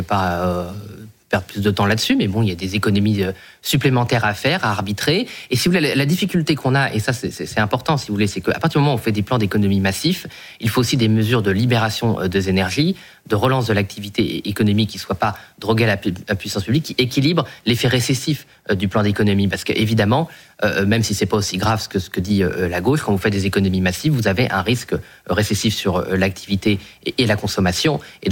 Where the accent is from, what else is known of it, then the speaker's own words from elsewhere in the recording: Boulogne-sur-Mer, Hauts-de-France, France; born there; Moi, je suis né à Boulogne-sur-Mer